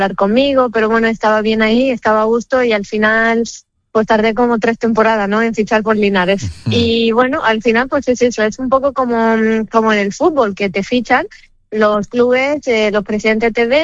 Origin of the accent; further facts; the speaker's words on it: Romania; Spanish is a second language; now in Spain; Sí, yo soy más andaluza que rumana ya, y mucha gente me dice eso.